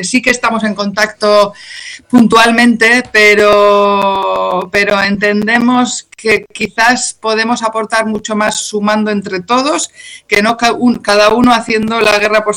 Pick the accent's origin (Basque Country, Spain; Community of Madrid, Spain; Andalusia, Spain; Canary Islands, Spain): Basque Country, Spain; ¿Qué es el País Vasco? ¿Qué somos los vascos? ¿Cómo vemos la vida?